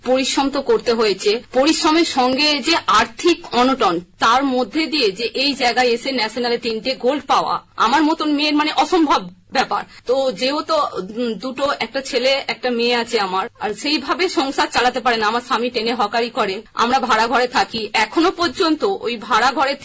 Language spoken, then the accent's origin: Bangla; Jangipara, West Bengal, India; born there; now in Tarakeswar, India; তারকেশ্বর, হুগলি, আমার জন্ম জাঙ্গিপাড়াতে।